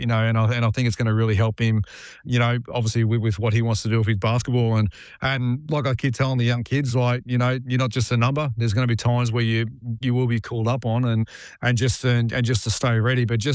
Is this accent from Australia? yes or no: yes; Australia; I'm from Queensland originally in South Australia, so you grew up not liking Victorians very much.